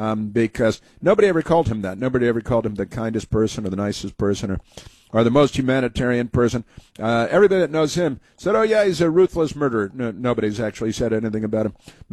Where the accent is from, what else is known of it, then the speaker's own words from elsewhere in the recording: Pelham Manor, New York, United States; also born or lived in Bronxville; I was born in Bronxville, and as a kid lived in Pelham Manor in New York, Westchester County, all that good stuff.